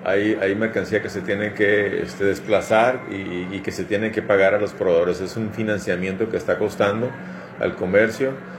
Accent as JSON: {"language": "Spanish", "country": "Mexico", "said": "como todo mexicano, vamos a dejar a último momento."}